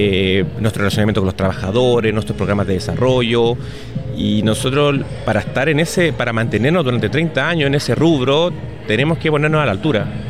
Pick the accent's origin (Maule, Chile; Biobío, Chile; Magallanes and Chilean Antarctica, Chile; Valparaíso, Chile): Maule, Chile; Molina; now in Antofagasta, Chile; Ellos son originarios de Molina, nosotros somos de esa zona. Y mis papás vinieron a trabajar en Antofagasta